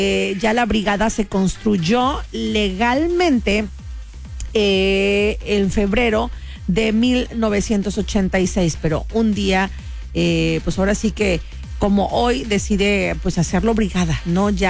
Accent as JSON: {"language": "Spanish", "country": "Mexico"}